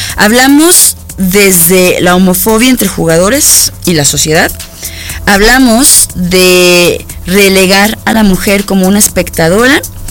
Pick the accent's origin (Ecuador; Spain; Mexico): Mexico; tal vez como mexicanos nuestra cultura lo toma como una burla, ¿no?